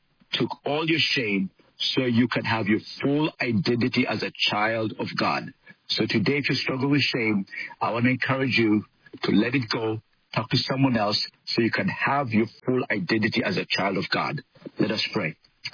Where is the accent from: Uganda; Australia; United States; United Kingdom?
Uganda; Men in African and Middle Eastern cultures, well, I come from Uganda, and we do not run.